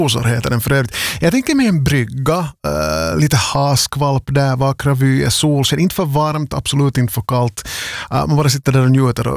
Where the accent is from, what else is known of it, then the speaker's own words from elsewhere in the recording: Vaasa, Ostrobothnia, Finland; Jag är Vasabo, jag har bott här hela livet.